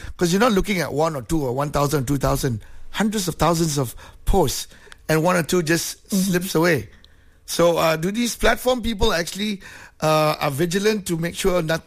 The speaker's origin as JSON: {"language": "English", "country": "Malaysia", "said": "I think as a Malaysian, right, we've got so many channels here"}